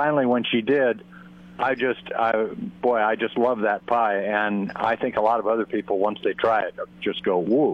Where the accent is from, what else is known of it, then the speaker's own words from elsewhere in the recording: California, United States; I grew up in Southern California, and I knew where every apricot tree was within a half mile of my house.